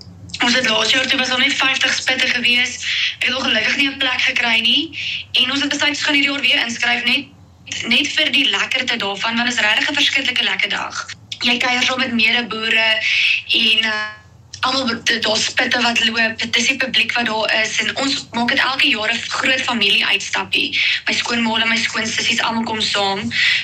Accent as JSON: {"language": "Afrikaans", "town": "Klerksdorp", "region": "North West", "country": "South Africa", "moved": "yes", "lives_now": "George, South Africa", "said": "So ek kom oorspronklik van Klerksdorp van Noordwes. Ek het in 2022 skies het ek hiernatoe getrek, George toe, om presies te wees."}